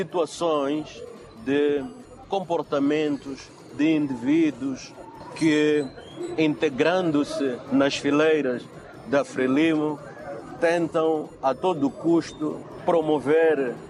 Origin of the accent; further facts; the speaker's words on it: Mozambique; os nossos valores enquanto moçambicanos